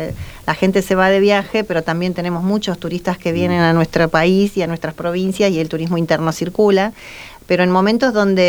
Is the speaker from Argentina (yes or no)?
yes; Argentina